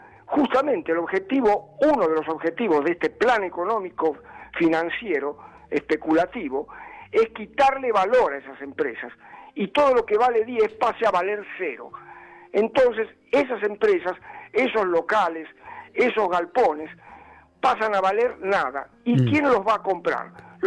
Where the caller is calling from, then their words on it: Buenos Aires, Argentina; me llamo de Parque Chacabuco.